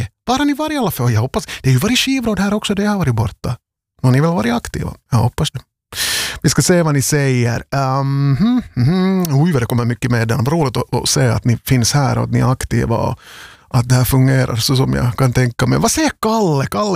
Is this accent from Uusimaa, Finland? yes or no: no; Vaasa, Ostrobothnia, Finland; Eftersom jag nu också sända från Vasa. Jag är Vasabo, jag har bott här hela livet.